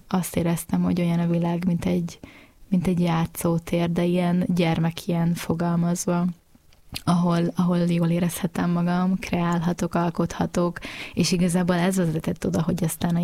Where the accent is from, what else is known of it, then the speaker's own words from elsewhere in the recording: Lébény, Győr-Moson-Sopron, Hungary; Én egy faluból származom egyébként, és abszolút lehet világutazóvá válni lébényi lakosként is.